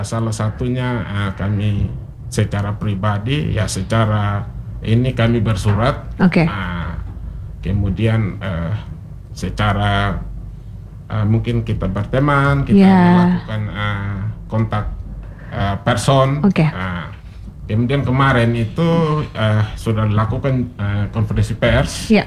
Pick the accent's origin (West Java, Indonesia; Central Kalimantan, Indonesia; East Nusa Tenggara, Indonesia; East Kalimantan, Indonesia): East Nusa Tenggara, Indonesia; Sumba; kita orang Sumba